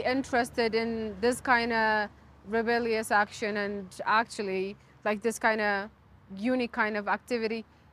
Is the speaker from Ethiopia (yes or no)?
yes; Addis Ababa, Ethiopia; I am also a skater, born and raised in Addis.